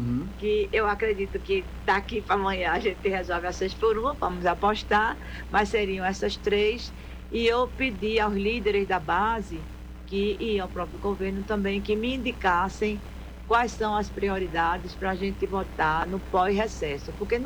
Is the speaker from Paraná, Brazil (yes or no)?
no; Pernambuco, Brazil